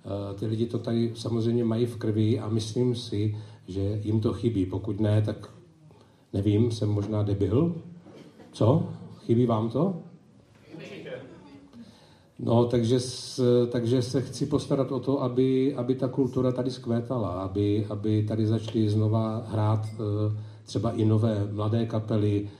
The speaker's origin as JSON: {"language": "Czech", "town": "Ostružná", "region": "Olomouc Region", "country": "Czechia", "tie": "born or raised there", "said": "jsem jeseničák a víceméně svoje mládí jsem strávil v Petříkově v Ostružné a na horách a mám k tomu velmi kladný vztah."}